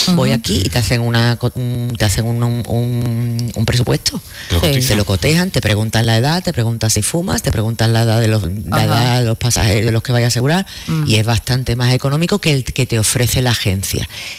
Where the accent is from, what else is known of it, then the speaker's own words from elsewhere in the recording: Spain; nosotros tenemos como españoles